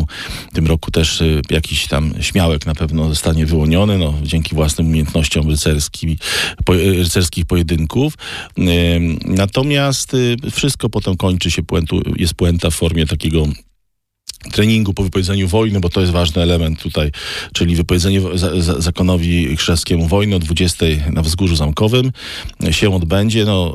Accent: Sochaczew, Masovian Voivodeship, Poland; tutaj u nas w Sochaczewie

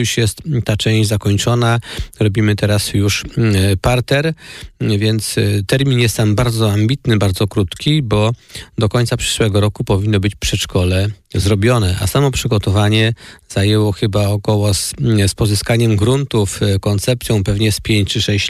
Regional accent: Rybno, Masovian Voivodeship, Poland; moved away; also born or lived in Sochaczew; ja pochodzę z ziemi sochaczewskiej, z gminy Rybno

